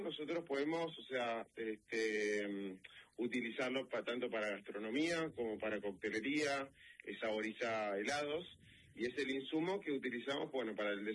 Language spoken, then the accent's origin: Spanish; Buenos Aires, Argentina; soy una persona de Capital Federal, y tomaba mate de manera social